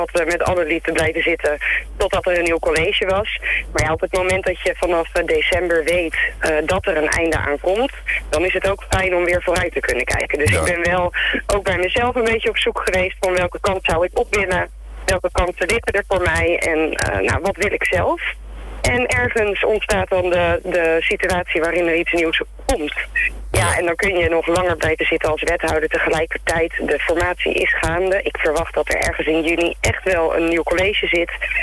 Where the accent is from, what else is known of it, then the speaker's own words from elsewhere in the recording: Dordrecht, South Holland, Netherlands; Ik ben een Dordtenaar, geboren en getogen.